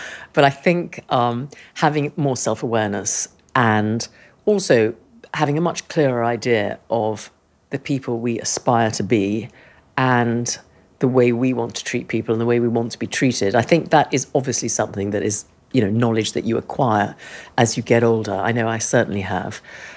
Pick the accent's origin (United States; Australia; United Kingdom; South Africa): United Kingdom; England; because I'm English